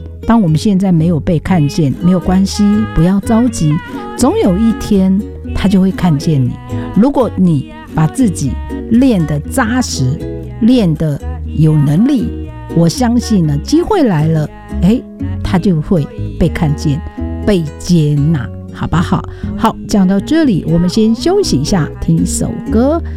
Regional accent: Hualien County, Taiwan; 我就是从小到大呢都是在部落出生长大的，从来没离开过

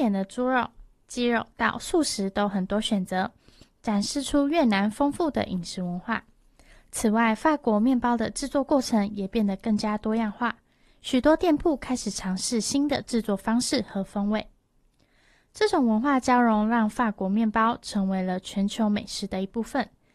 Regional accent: Taiwan; 我来自台湾，很高兴认识大家。这是我第一次讲粤语，

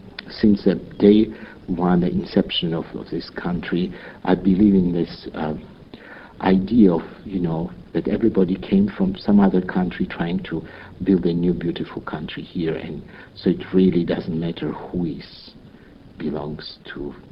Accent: Armenia; moved away as an adult; also born or lived in Moscow; the way I grew up in Armenia anti-Semitism did not exist. When I came to Moscow, the word anti-Semitism was unknown to me. Imagine how naive I was. At the age of 18, I asked a question to my roommate, what is anti-Semitism? Because from Armenia, I never heard.

